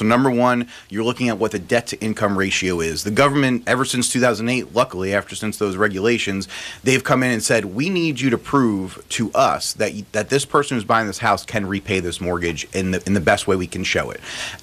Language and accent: English; New York City, New York, United States; Growing up in the New York City area